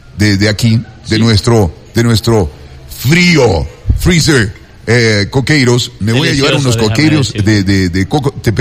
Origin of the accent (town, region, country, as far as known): Ecuador